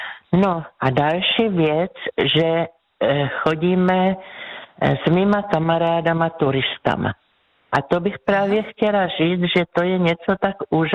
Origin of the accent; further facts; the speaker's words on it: Brno, South Moravian Region, Czechia; jsem z Brna, tak kolem Brna, jedeme třeba vlakem, autobusem.